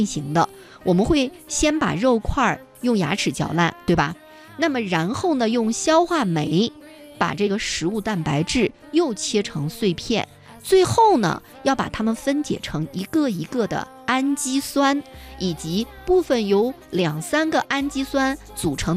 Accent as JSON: {"language": "Chinese", "country": "China", "said": "炖肉呢是我们中国人餐桌上常见的美食啊"}